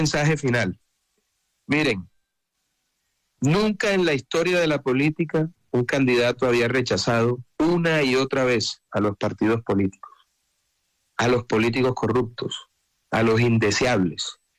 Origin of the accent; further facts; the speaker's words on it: Montería, Córdoba, Colombia; mañana estaré en mi tierra, en Montería, en la Plaza María Varilla